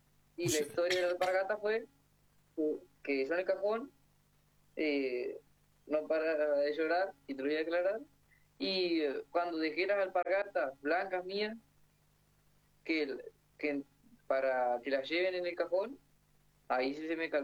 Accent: San José, Entre Ríos, Argentina; De Departamento Colón, San José de Entre Ríos.

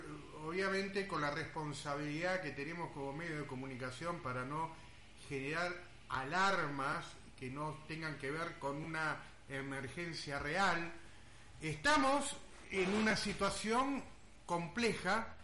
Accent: Ushuaia, Tierra del Fuego, Argentina; eligen nuestra ciudad como Argentina del fin del mundo

